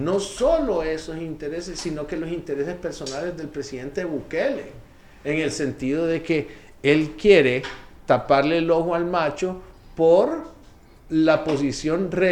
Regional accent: Honduras; Tengo una posición como hondureño.

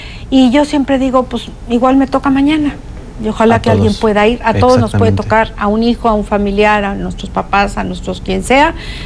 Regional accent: Querétaro, Mexico; yo me considero queretana.

